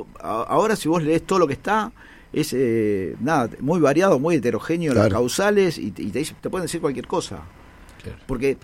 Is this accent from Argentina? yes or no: yes; Argentina; La mayoría de los argentinos somos descendientes de Tano